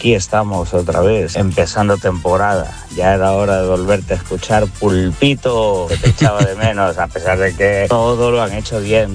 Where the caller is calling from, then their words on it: Madrid, Community of Madrid, Spain; de Madrid, Carabanchel, Churrerito, Panaderito y repartidor de bollos.